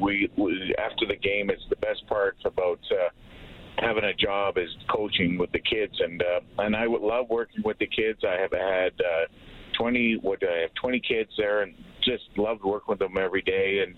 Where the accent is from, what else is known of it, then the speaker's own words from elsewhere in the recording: Saskatchewan, Canada; We're both from Saskatchewan. We played minor hockey together, against each other, junior hockey